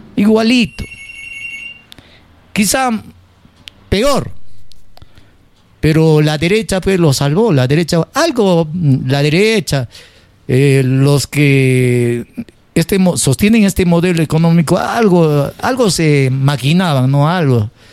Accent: Peru; somos peruanos, pues. Somos recontra peruanos.

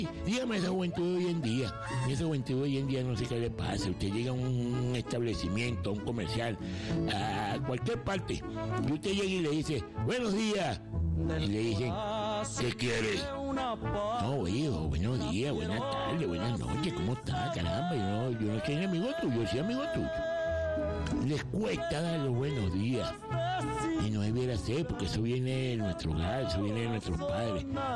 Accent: Venezuela; Nosotros los venezolanos

